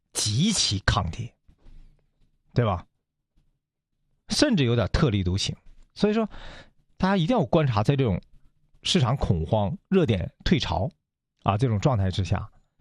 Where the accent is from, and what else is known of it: China